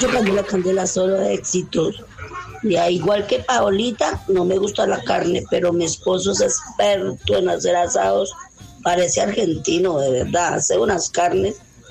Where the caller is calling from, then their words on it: Bogotá, Colombia; del Barrón de Alcía, localidad de Kennedy.